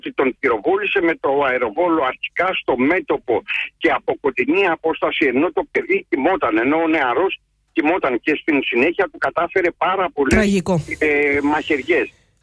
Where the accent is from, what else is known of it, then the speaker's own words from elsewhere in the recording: West Greece, Greece; moved away; εκεί στην πατρίδα μου, στην Αχαΐα